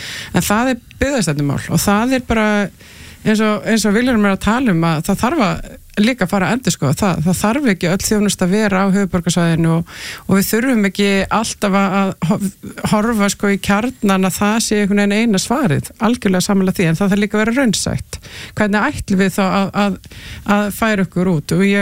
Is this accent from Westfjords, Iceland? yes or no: yes; Westfjords, Iceland; ég sé að ég ólst upp á Vestfjörðum